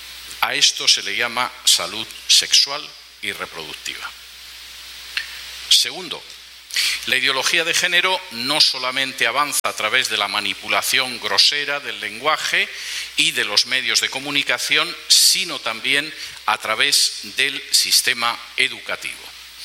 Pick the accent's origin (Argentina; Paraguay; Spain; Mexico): Spain; moved away; en mi país de origen, en España